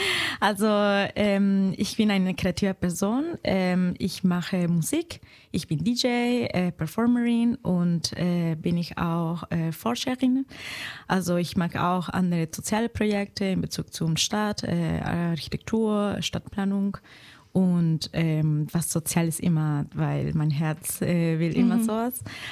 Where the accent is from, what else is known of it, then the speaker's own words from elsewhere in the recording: Lima, Peru; German is a second language; moved away as an adult; now in Stuttgart, Germany; Ich komme aus Lima, Peru. Ich bin dort aufgewachsen, geboren und mit 24 bin ich hier nach Stuttgart umgezogen, nach Deutschland, für Job Opportunities und wollte hier mein Masterstudium machen.